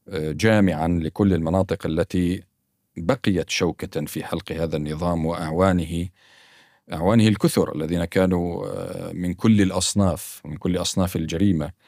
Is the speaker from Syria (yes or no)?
yes; Syria